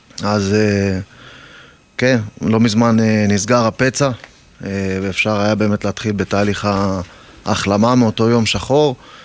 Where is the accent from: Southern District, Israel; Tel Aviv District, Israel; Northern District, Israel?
Southern District, Israel; Arad; born there; moved away; תושב אותה עיר שאני נולדתי בה, תושב ערד